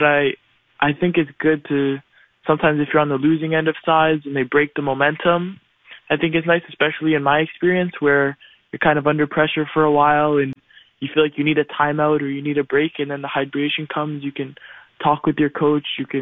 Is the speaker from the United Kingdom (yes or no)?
no; Ottawa, Ontario, Canada; now in Montreal, Canada; I grew up in Ottawa. I played for Ottawa South United, OSU in Ottawa. And then when I was around 15, I got scouted by CF. And then I moved there and I've lived in Montreal for 2 years